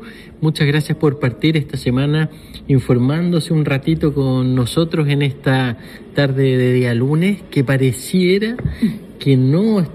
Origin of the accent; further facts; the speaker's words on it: Iquique, Tarapacá, Chile; forma parte también de lo que somos como ciudad de Iquique